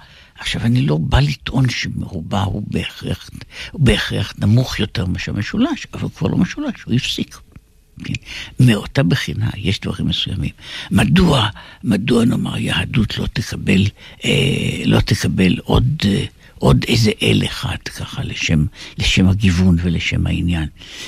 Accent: Jerusalem, Jerusalem District, Israel; עמוס עוז ואלף בית יהושע, הם לא רק בני גילי פחות או יותר, אלא אנחנו גם גדלנו באותה שכונה ממש, ממש באותה פינה בירושלים, בקרם אברהם.

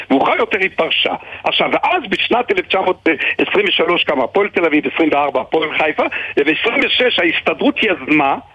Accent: Haifa, Haifa District, Israel; אני חיפאי

